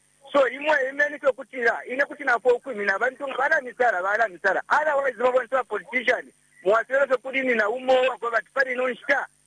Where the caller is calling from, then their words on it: Kabwe, Central Province, Zambia; I'm calling you from Kabwe.